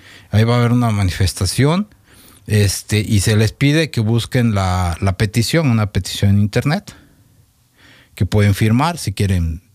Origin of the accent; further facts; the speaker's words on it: Mexico; Que yo soy mexicano y lo digo de todo corazón